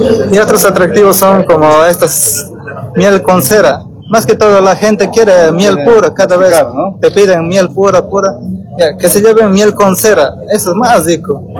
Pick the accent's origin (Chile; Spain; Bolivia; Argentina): Bolivia; Puerto Villarroel, Cochabamba; Aquí todos nosotros somos del municipio de Puerto Villazuel.